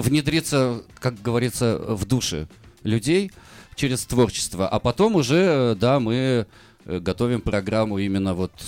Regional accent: Saint Petersburg, Russia; Нет, я из Санкт-Петербурга.

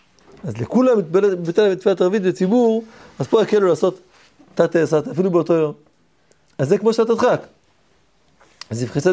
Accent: Tel Aviv, Tel Aviv District, Israel; אני גדלתי בתל אביב

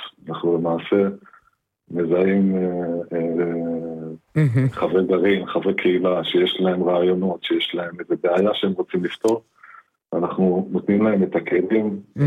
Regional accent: Kiryat Shmona, Northern District, Israel; moved away as an adult; now in Kfar Saba, Israel; אני גדלתי והתחנכתי בקריית שמונה, וככה עזבתי אותה בגיל 22

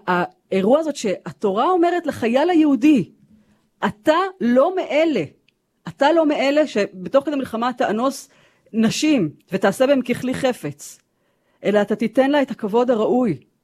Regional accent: Jerusalem, Jerusalem District, Israel; אנחנו הרי לא ממעלה אדומים, אנחנו ירושלמים

